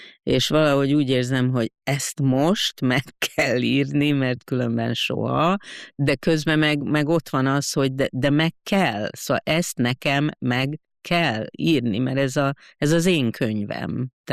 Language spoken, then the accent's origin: Hungarian; Brazil; félig meddig egy darabig Brazíliában nőttem fel